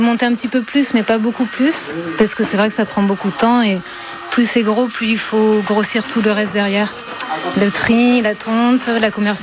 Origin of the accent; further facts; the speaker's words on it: Occitanie, France; dans les Cévennes gardoises.